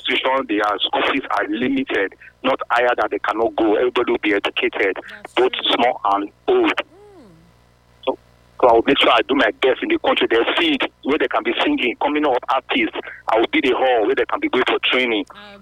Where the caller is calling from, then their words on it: Nigeria; I'm calling from Nigeria.